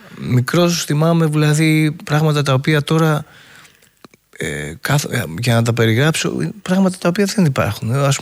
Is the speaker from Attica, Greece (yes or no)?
yes; Piraeus, Attica, Greece; born there; also born or lived in Amygdalia, Phocis; Εγώ γεννήθηκα στον Πειραιά